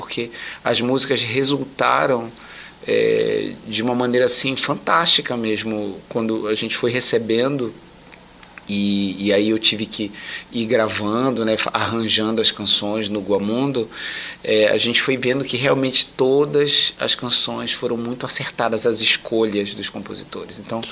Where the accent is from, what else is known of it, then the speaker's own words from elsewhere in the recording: Belém, Pará, Brazil; born there; o Guamá, que é o meu bairro, né? O bairro onde eu nasci também